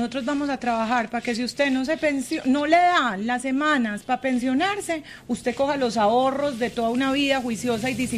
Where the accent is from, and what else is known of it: Antioquia, Colombia